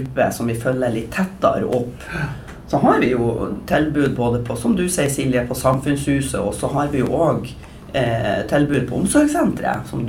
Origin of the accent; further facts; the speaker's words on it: Dønna, Nordland, Norway; now in Hemnes, Norway; Ja, jeg er ifra Dømna opprinnelige.